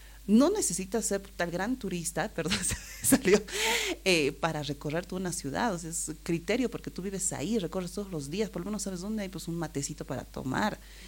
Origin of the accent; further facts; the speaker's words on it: Bolivia; así como bolivianos